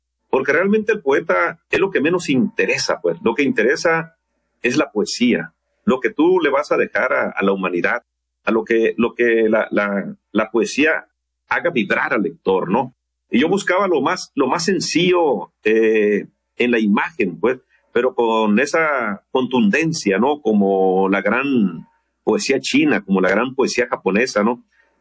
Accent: Guasave, Sinaloa, Mexico; yo estaba en Guasave, Sinaloa, en mi ciudad natal, platicando con mi hermano, que también escribe poesía

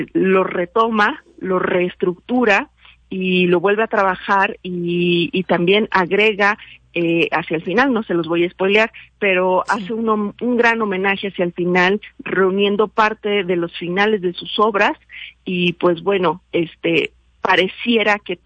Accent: Querétaro, Mexico; siendo queretana también

